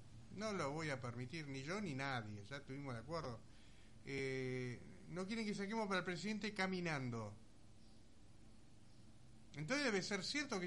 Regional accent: Argentina; nosotros somos argentinos

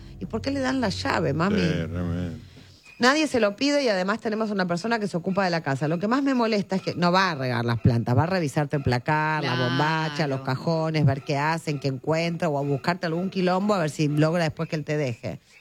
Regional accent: Argentina; now in Norway; de Argentina, pero los miro por YouTube desde Noruega. Nos faltaba uno de Noruega.

